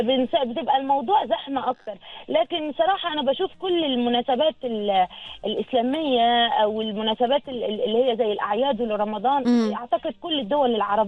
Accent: Oman; لا أنا علشان بنتكم برضو متربية وسطكم. ولكن احنا لما بنكون في عمان تحسي على طول اللسان ينقلب، لازم نتكلم عماني.

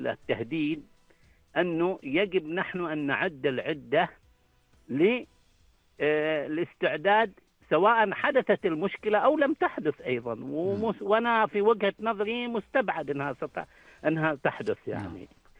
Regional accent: Oman; لنا نحن كعمانيين

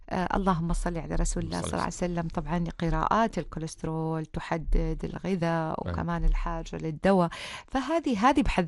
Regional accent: Oman; احنا تو عمانيين

